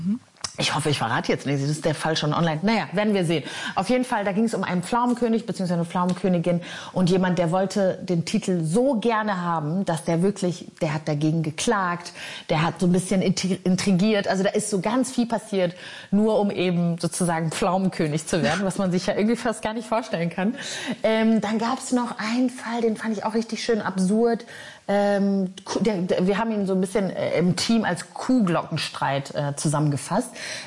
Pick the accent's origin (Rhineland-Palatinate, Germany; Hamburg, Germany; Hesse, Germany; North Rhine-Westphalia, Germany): North Rhine-Westphalia, Germany; Neukirchen-Vluyn; Ich bin am Niederrhein aufgewachsen, aber ich finde Dortmund, also ja gut.